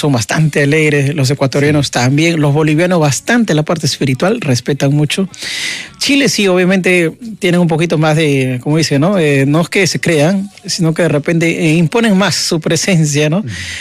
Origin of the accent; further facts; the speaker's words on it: Puquio, Ayacucho, Peru; a todos mis paisanos, amigos, familiares, en especial de Puquio, del barrio de Joyana.